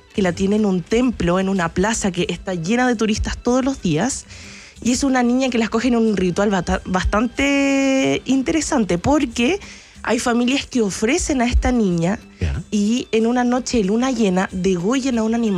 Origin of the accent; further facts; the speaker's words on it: Santiago, Santiago Metropolitan Region, Chile; Yo decía, bueno, yo conozco la cordillera, vengo de Santiago de Chile, sí, pero no.